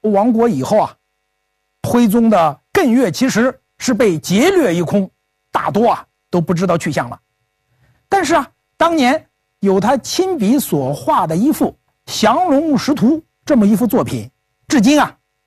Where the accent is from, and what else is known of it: China